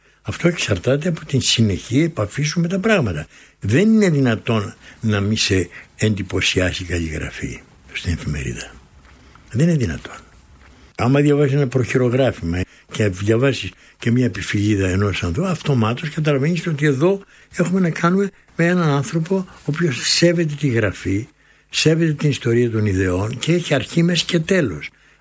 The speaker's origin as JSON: {"language": "Greek", "town": "Lamia", "region": "Central Greece", "country": "Greece", "tie": "born or raised there", "said": "Πρέπει να ήμουνα στην πρώτη-τελευταία τάξη του Δημοτικού, στην πατρίδα μου τη Λαμία"}